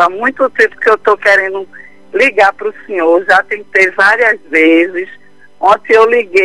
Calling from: Tracunhaém, Pernambuco, Brazil; Eu falo de Tracunhaém.

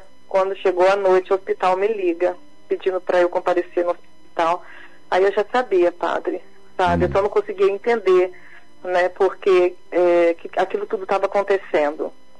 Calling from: Guarapari, Espírito Santo, Brazil; Eu falo de Guarapari, no Espírito Santo.

